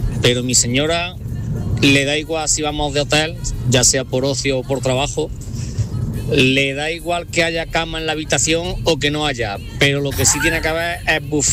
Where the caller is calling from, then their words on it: Andújar, Andalusia, Spain; de Andújar.